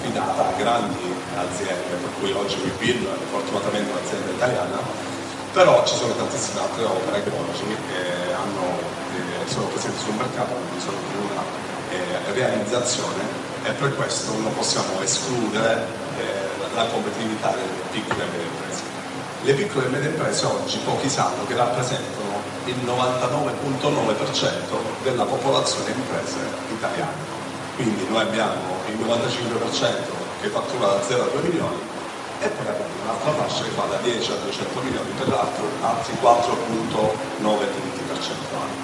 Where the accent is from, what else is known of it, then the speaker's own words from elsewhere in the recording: Sicily, Italy; Intanto, essendo siciliano, devo esprimere un parere sulle infrastrutture e sul ponte